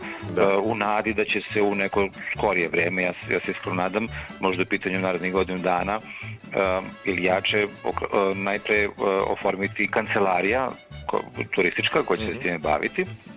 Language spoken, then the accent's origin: Serbian; Ćićevac, Šumadija and Western Serbia, Serbia; also born or lived in Belgrade; Vratio sam se u svoj zavičaj pre 5 godina, ja sam inače iz Ćićevca, nisam dugo živeo tu, živeo sam u Beogradu i školovao se tako redom.